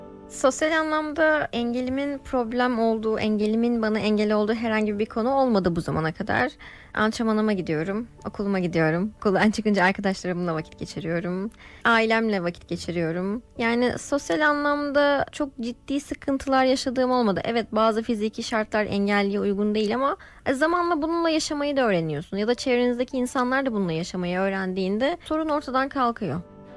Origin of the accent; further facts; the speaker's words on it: Istanbul, Turkey; born there; 1992 İstanbul doğumluyum.